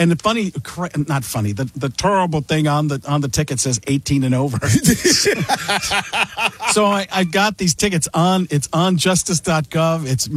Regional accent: Milwaukee, Wisconsin, United States; So not my hometown. I grew up in Milwaukee

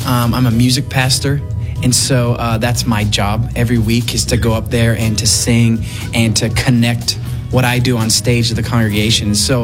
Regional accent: Tipp City, Ohio, United States; I'm from Tip City, Ohio.

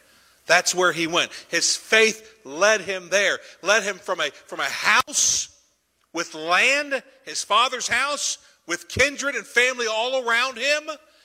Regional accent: United States; I'm an American. I live in America.

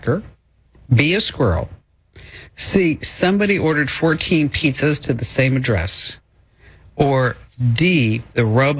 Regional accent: New Jersey, United States; accent: New Jersey; That's my New Jersey accent coming out.

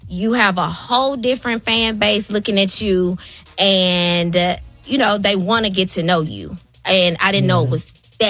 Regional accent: Memphis, Tennessee, United States

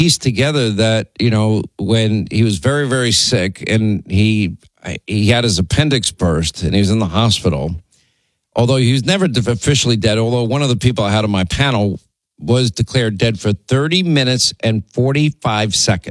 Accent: Ireland; Well, I guess I'm still allowed to make fun of Irish, right? Because I'm Irish.

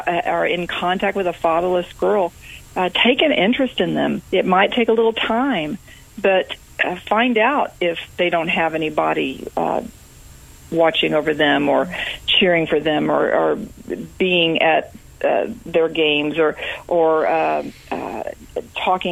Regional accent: San Antonio, Texas, United States; moved away; But then I had an offer to go back to San Antonio, which is my hometown

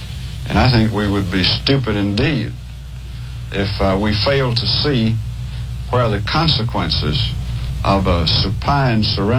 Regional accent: Mississippi, United States; I was born in Mississippi, in the United States, and I'm the product of my heredity and education and the society in which I was raised.

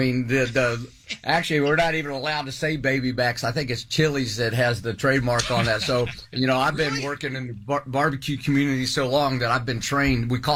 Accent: Virginia, United States; I'm from Virginia

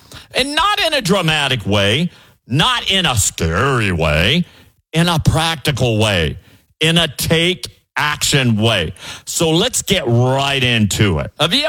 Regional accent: Iowa, United States; over there in Minneapolis, Minnesota, from my hometown, Iowa.

